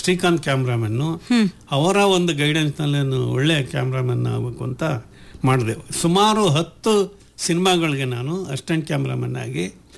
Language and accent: Kannada; Alur, Karnataka, India; ನಮ್ಮೂರವರೇ, ಆಲೂರಿನವರೇ.